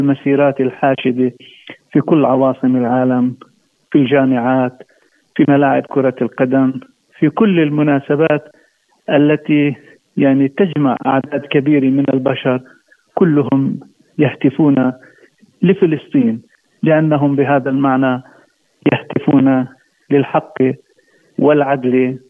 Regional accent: Palestine; يعني نحن كشعب فلسطيني

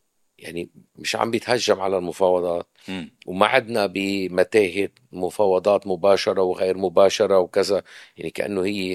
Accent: Lebanon; علينا كلبنانيين

